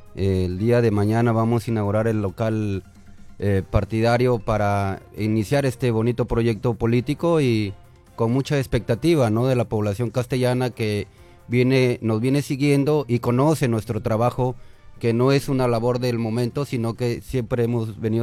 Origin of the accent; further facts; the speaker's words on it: Castilla, Piura, Peru; Nosotros somos nacidos en Campo Polo.